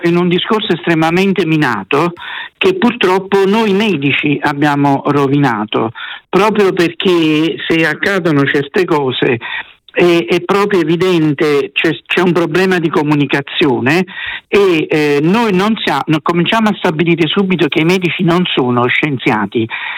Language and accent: Italian; Naples, Campania, Italy; io sono napoletano